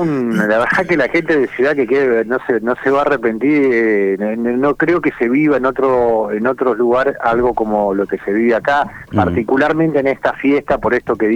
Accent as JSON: {"language": "Spanish", "country": "Argentina"}